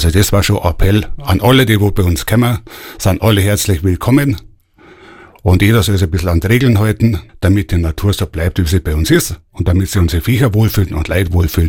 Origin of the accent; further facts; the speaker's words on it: Graswang, Bavaria, Germany; bin ja aus Graswang